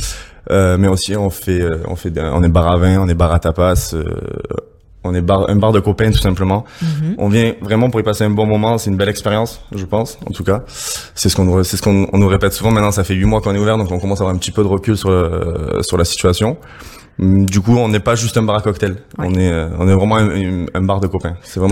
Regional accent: Marseille, Provence-Alpes-Côte d'Azur, France; je suis marseillais avant tout, donc on sera français.

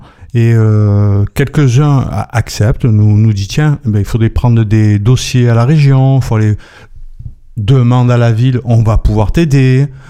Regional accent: Marseille, Provence-Alpes-Côte d'Azur, France; moved away; En tant que Marseillais, ayant donné 25 ans de ma vie à Marseille

